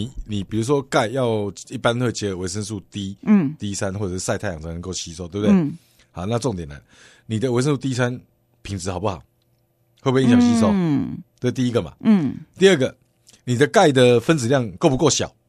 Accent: Taiwan; 那台湾统计下来，我们台湾人啊

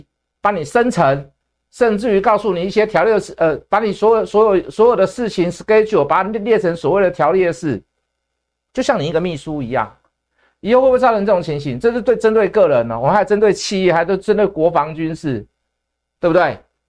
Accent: Taiwan

